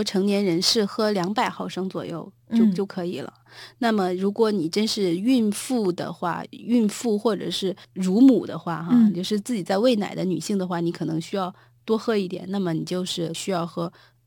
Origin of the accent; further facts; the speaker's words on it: China